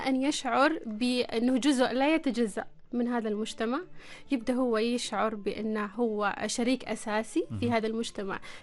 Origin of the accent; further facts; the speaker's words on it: Oman; نحن في عمان